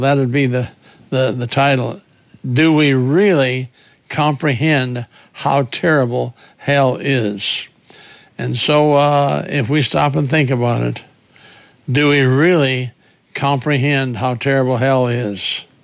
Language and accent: English; South Dakota, United States; now in Texas, United States; On the broadcast today, I'll mention my home state, and that is South Dakota. And I use, when I pass out tracts here in Texas, I use the tract that I put together in South Dakota over 40 years ago.